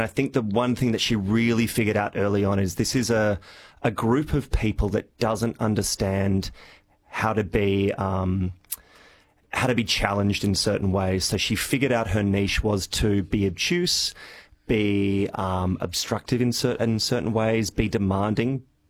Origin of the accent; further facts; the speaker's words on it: Perth, Western Australia, Australia; also born or lived in Sydney; now in Melbourne, Australia; No, I grew up in Perth and then spent a bit of time in Sydney and overseas before moving here about 5 years ago.